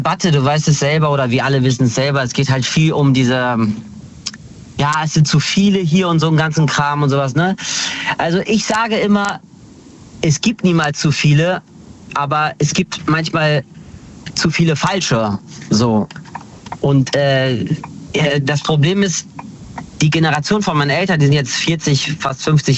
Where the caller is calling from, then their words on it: Hanover, Lower Saxony, Germany; Ich bin aus Hannover.